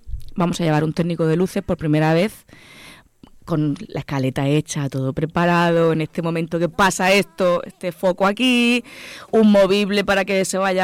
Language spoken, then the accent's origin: Spanish; Murcia, Region of Murcia, Spain; soy de Murcia